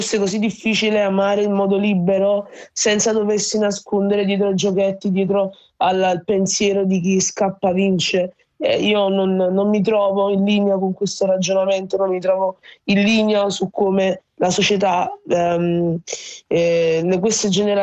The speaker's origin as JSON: {"language": "Italian", "region": "Lagos", "country": "Nigeria", "moved": "yes", "lives_now": "Naples, Italy", "said": "io sono nigeriana di Lagos, però c'ho pure il cuore napoletano."}